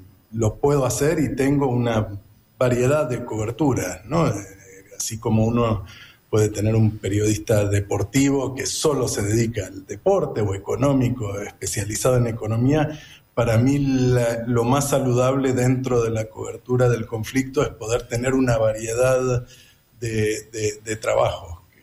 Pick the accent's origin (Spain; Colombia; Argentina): Argentina; born there; moved away; also born or lived in Nicaragua; nací en Argentina, en el 90 me mudé a Centroamérica, Nicaragua